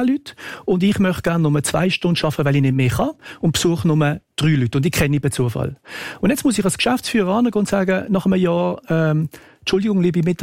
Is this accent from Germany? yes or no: no; Switzerland